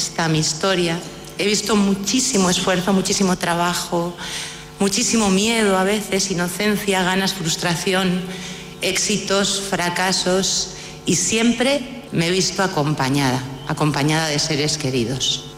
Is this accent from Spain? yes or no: yes; La Rioja, Spain